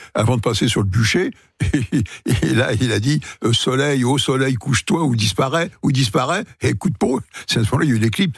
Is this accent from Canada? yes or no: no; Paris, Île-de-France, France; Alors, moi je parle pour Paris, en tant que Parisien, il n'y a pas 36 endroits.